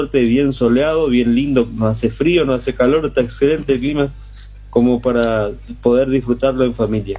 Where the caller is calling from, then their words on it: Gobernador Virasoro, Corrientes, Argentina; Desde Virasoro Corrientes, Radio Sónica 106.9.